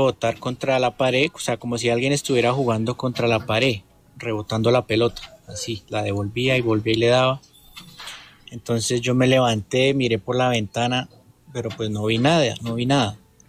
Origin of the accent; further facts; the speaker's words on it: Tabio, Cundinamarca, Colombia; eso fue en mi infancia en Tabio. Pues yo soy de Tabio